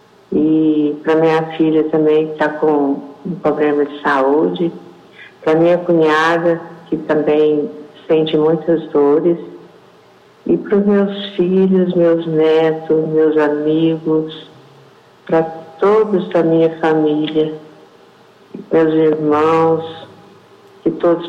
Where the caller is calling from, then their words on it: Perdões, Minas Gerais, Brazil; Eu falo de Perdões, Minas Gerais.